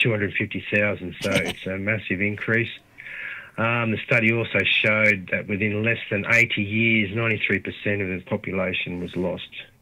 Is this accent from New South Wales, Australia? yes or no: no; Queensland, Australia; moved away; I'm from far north Queensland originally